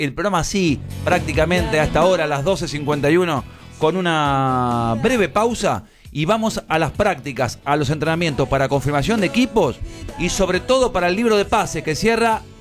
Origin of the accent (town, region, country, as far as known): Argentina